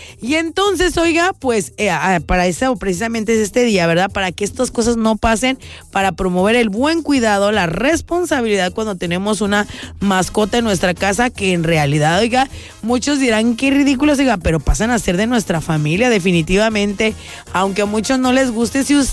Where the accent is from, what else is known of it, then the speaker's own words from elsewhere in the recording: San Pedro Garza García, Nuevo León, Mexico; Ey, soy de San Pedro Garza García. No se crea que soy ahí nomás de la colonia Independencia, ¿verdad?